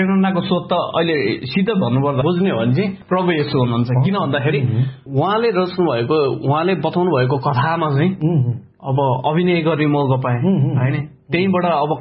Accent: Kathmandu, Bagmati, Nepal; मेरो जन्म नै काठमाडौँमा भएको हो, बुढालीकण्ठ। मेरो गाउँ चाहिँ बङ्गाल हो, मेरो बाल्यकाल नै बङ्गालमा बित्यो भनौँ, बुढालीकण्ठ साइड।

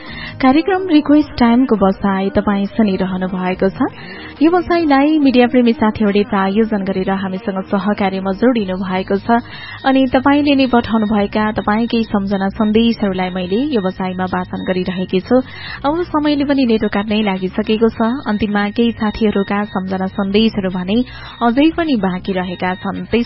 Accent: Taplejung, Koshi Province, Nepal; मेरो घर ताप्लेजुङ हालिवेदेखि हो।

